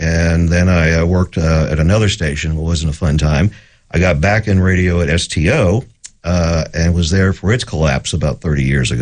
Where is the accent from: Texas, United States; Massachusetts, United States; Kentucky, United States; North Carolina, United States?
Kentucky, United States; Lexington; I grew up in Lexington, Kentucky.